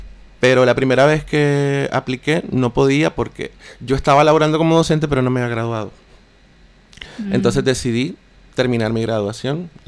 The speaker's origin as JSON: {"language": "Spanish", "country": "Colombia", "also_born_or_lived": "Spain", "moved": "as an adult", "lives_now": "United States", "said": "hace aproximadamente 5 años me fui de Colombia. Estuve en España por 2 años. Actualmente resido en Estados Unidos desde hace 3 años."}